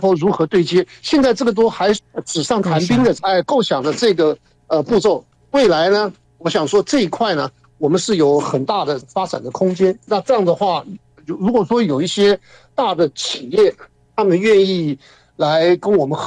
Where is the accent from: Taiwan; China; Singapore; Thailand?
Taiwan; 像我们台湾这边呢